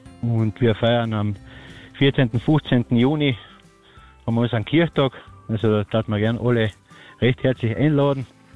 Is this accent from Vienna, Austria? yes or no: no; Matschiedl, Carinthia, Austria; Ja, die kennt keiner. Das ist in der Gemeinde St. Stephan. Das ist dazwischen Netsch und Hermagor. Da geht es nachher in die Straßen auf die Windische Heer auf Richtung ist Trautalume.